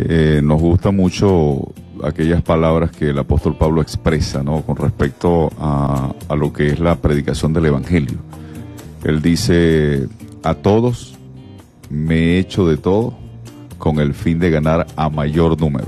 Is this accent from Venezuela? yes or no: yes; Venezuela; La música nuestra que nos representa como Venezuela, como nación